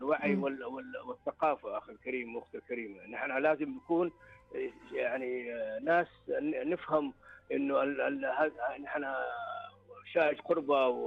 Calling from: Saudi Arabia; وتعرف احنا مجتمع سعودي ومجتمع مترابط.

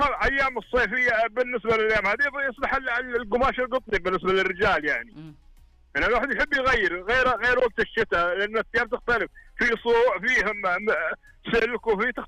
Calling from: Western Region, Saudi Arabia; احنا اهل الغربيه

